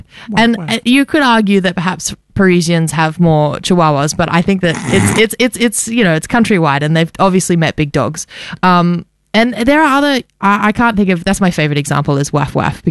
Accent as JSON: {"language": "English", "country": "Australia", "said": "Is it just sound like that because we're Australian?"}